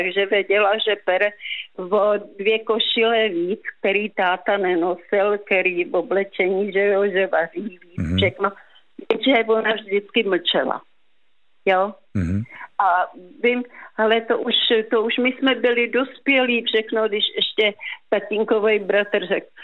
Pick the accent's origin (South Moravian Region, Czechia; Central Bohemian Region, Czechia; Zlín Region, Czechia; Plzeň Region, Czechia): Central Bohemian Region, Czechia; Skryje; Ne, já pocházím ze Skrej